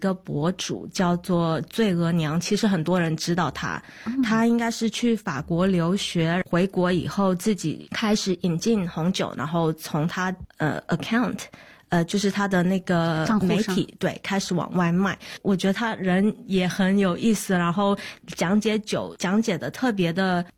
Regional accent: Quanzhou, Fujian, China; moved away as an adult; also born or lived in Beijing; now in Australia; 从小我是在泉州长大的，到北京我也没有觉得生活上有不适应的地方，然后来到澳洲我也没有觉得有

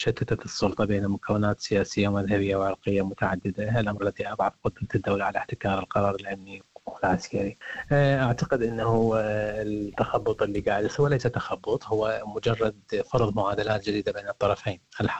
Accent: Iraq; طبعا مثل ما تعرفين يعني كعراقيين احنا حسب أنه العراق وقع يعني في الفخ الكماشة

